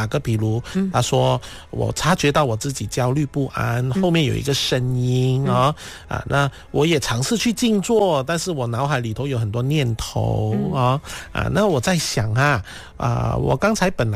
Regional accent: Guangdong, China; first language Cantonese; 用自己的母语，可能你是福建话的，我是广东话的

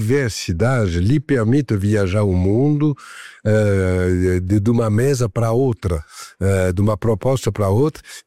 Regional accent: Paris, Île-de-France, France; Portuguese is a second language; moved away as an adult; now in São Paulo, Brazil; lá na minha cidade natal, que é Paris, em 2008, eu decidi trazer esse conceito aqui

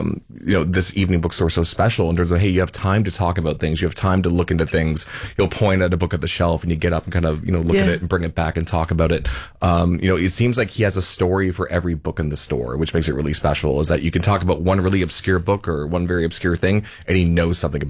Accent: Nova Scotia, Canada; So I'm from Nova Scotia.

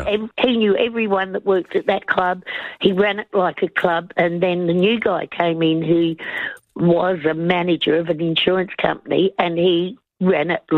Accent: South Australia, Australia; because I grew up on the Fever Peninsula.

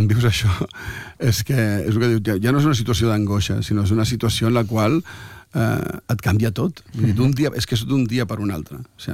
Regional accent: Barcelona, Catalonia, Spain; els meus amics, perquè sóc de Barcelona

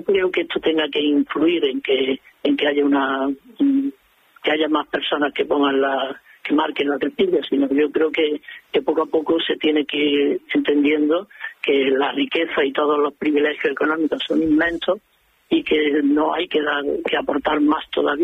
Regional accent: Córdoba, Andalusia, Spain; Yo que soy de Córdoba.

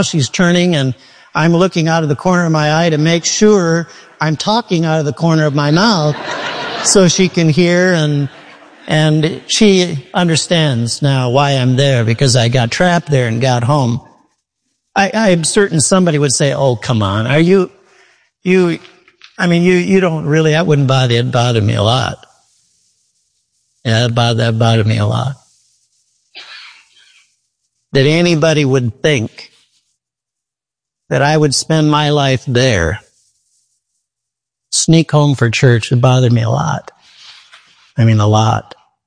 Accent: Midwest, United States; I mean, the lightning was something I've never seen. And I'm from the Midwest.

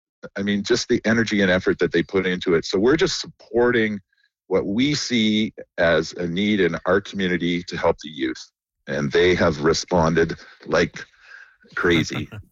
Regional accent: Calgary, Alberta, Canada; I grew up in Calgary

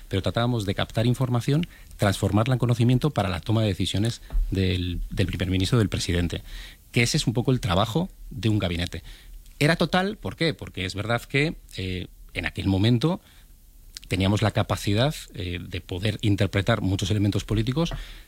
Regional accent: San Sebastián, Basque Country, Spain; now in Madrid, Spain

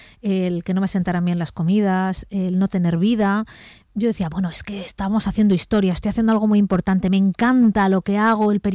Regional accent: Madrid, Community of Madrid, Spain; born there

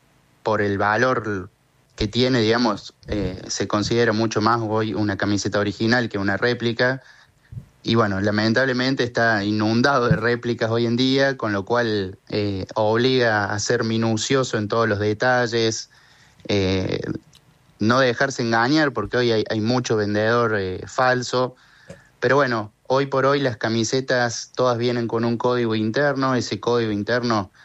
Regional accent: Arroyito, Córdoba, Argentina; born there; Ahora en Arroyito, Córdoba, mi ciudad natal.

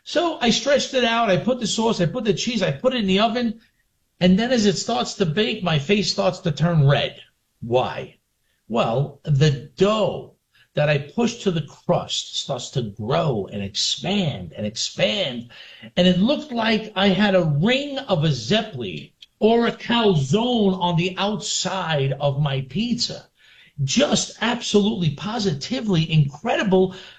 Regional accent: Brooklyn, New York, United States; Now, growing up in Brooklyn, you know, I went to local pizzerias.

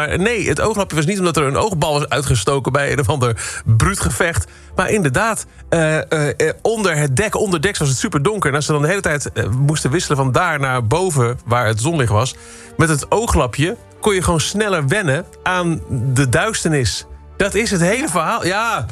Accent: Overijssel, Netherlands; ik kom zelf uit Twente, daar hadden we er heel veel.

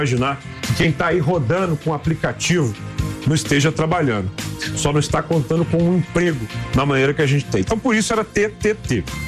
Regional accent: Belo Horizonte, Minas Gerais, Brazil; Eu sou belo-horizontino.

